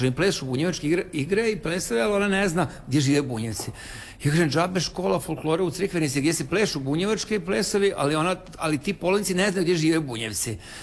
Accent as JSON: {"language": "Serbian", "town": "Tavankut", "region": "Vojvodina", "country": "Serbia", "said": "Ja sam iz Vojvodine, selo Tavanko kod Subotice, ona je iz Like, iz tog mjesta i tako dalje."}